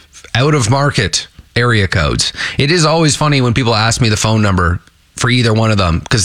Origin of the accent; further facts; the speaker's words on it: Ontario, Canada; moved away; my wife is from BC originally and I'm from Ontario originally.